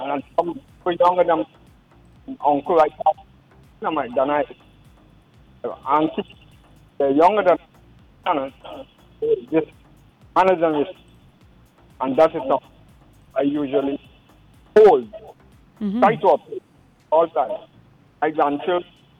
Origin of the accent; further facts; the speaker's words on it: Niger; I grew up in Niger.